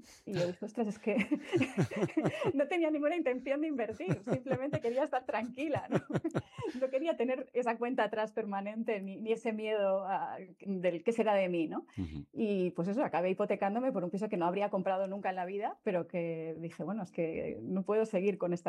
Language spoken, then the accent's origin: Spanish; Balearic Islands, Spain; now in Barcelona, Spain; las múltiples casas en las que he vivido más de 10 en 30 años desde que llegué a Barcelona desde Mallorca.